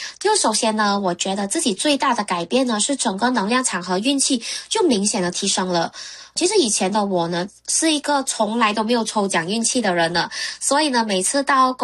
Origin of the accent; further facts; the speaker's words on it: Malaysia; now in Singapore; 因为呢，我本身是马来西亚人啦，但是呢，我是在新加坡上班